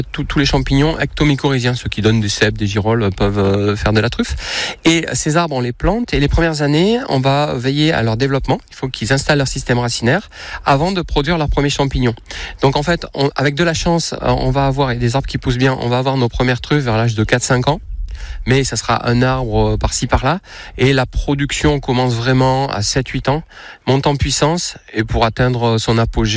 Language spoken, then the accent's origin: French; Nouvelle-Aquitaine, France; now in Nespouls, France; je suis originaire du Périgord, et mes grands-parents, mes arrière-grands-parents avaient des fermes en Périgord